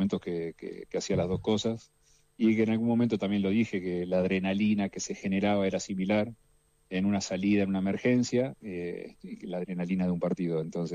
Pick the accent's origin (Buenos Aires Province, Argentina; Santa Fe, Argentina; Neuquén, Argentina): Buenos Aires Province, Argentina; Tandil; yo soy de Tandil.